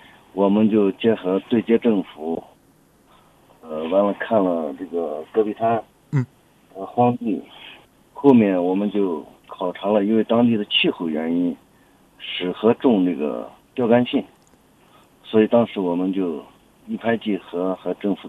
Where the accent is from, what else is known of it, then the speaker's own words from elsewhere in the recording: Shandong, China; 因为我本身是山东人。